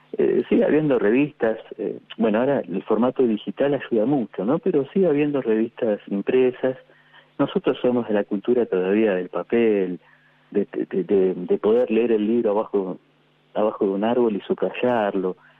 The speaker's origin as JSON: {"language": "Spanish", "town": "San Justo", "region": "Buenos Aires Province", "country": "Argentina", "tie": "born or raised there", "moved": "as an adult", "lives_now": "San Luis, Argentina", "said": "No, yo nací en el conurbano bonaerense, en La Matanza."}